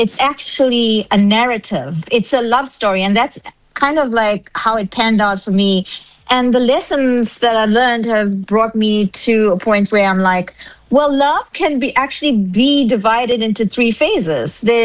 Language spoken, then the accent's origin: English; South Africa; I'm keeping in touch with who I am as a South African.